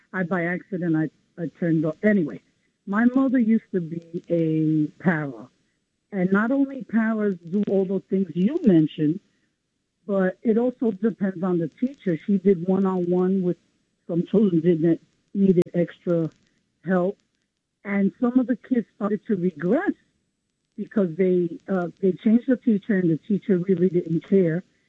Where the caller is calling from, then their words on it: New York City, New York, United States; from the Bronx.